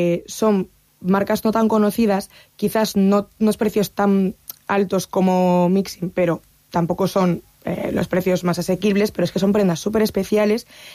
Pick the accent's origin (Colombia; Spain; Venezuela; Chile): Spain; Oleiros, Galicia; que si soy de Pontevedra me compro las playas de Pontevedra, yo soy de Oleiros, por las playas de Oleiros.